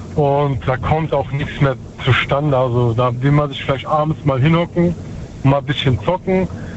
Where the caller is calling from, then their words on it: Schwetzingen, Baden-Württemberg, Germany; also ich komme aus Schwetzing.